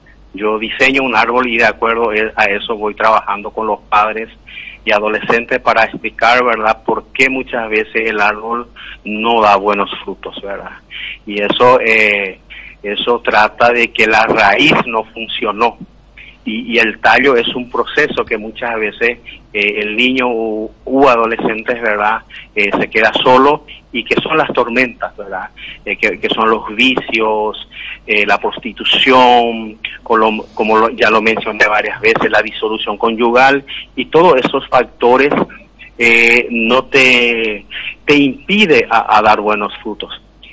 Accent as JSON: {"language": "Spanish", "country": "Paraguay", "said": "la realidad nuestra acá en Paraguay"}